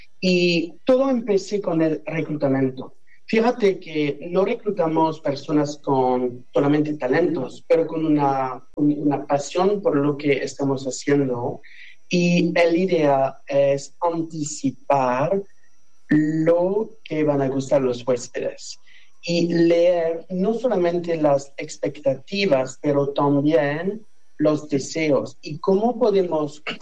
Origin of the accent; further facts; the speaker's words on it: Mexico; somos orgullosamente mexicanos